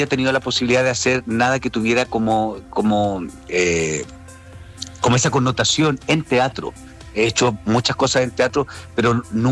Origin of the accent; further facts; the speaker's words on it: Temuco, Araucanía, Chile; ¿De qué parte de Temuco soy? Mira, vivo súper cerquita de donde va a ser la presentación. Bueno, mis papás, ¿no?